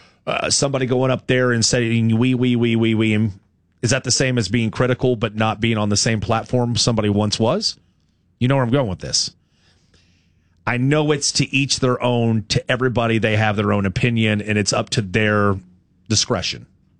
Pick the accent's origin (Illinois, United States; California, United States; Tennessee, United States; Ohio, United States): Tennessee, United States; Knoxville; moved away as an adult; I'm blessed to be able to come back to my hometown.